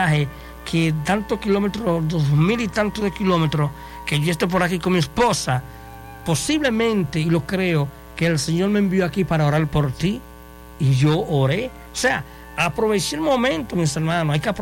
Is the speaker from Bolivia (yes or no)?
no; Dominican Republic; yo vengo desde República Dominicana y ando en vacaciones